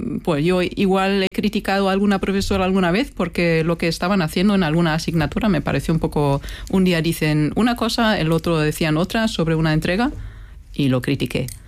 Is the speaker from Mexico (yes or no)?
no; Germany; moved away; also born or lived in Madrid / London; soy alemana en una zona donde mayormente se ha votado por el Brexit